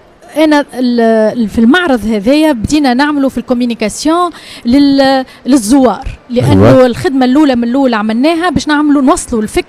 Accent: Tunisia; انا تونسية ابا عن جد، وخدمتي في تونس ودمي في تونس

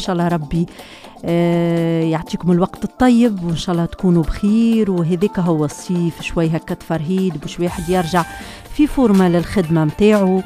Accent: Tunisia; وكل ما يهم البلاد ويخص بلادنا تونس العزيزة.

